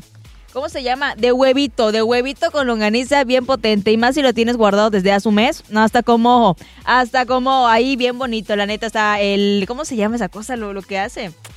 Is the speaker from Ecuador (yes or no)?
no; Mexico